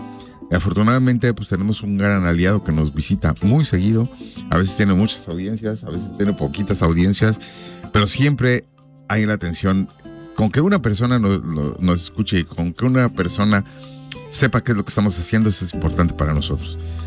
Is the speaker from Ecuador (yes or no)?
no; Mexico; now in Omaha, United States; lo que tenemos como mexicanos